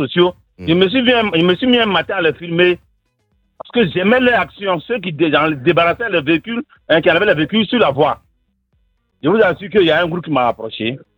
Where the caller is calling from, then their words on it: Côte d’Ivoire; Nous sommes des humains, nous sommes des Ivoiriens.